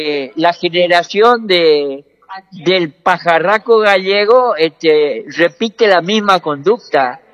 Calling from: Resistencia, Chaco, Argentina; Estoy llamando desde Resistencia Chaco en Argentina

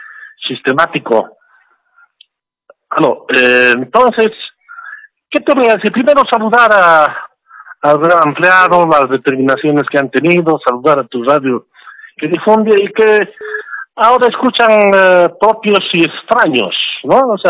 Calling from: El Alto, La Paz, Bolivia; te hablo del Alto.

